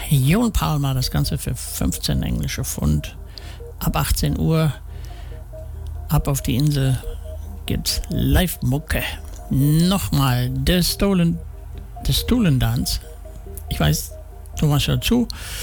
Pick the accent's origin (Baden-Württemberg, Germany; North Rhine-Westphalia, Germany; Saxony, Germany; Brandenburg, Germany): North Rhine-Westphalia, Germany; Gladbeck; Und als ich jetzt die Tage durch meine Heimatort Gladbeck gewandert bin, da waren irre viele Menschen an dem Fahrzeug der Tafel